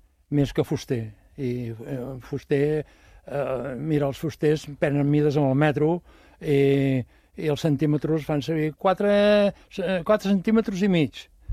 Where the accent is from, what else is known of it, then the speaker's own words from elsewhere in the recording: Montcada i Reixac, Catalonia, Spain; jo soc de Marrampinyo, sabeu on és? Montcada Reixac, entre Montcada Reixac i la Llagosta hi ha Marrampinyo. Bueno, que tots eren pagesos abans